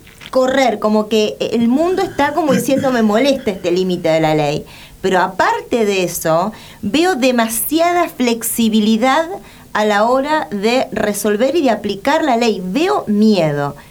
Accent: Argentina

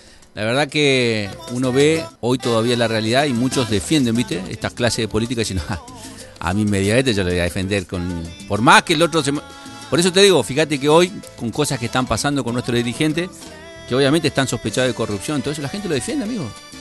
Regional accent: Argentina

